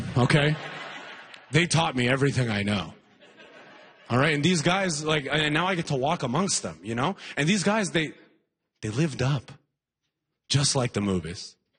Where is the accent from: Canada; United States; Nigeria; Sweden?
Canada; Alberta; After all, I grew up in Alberta.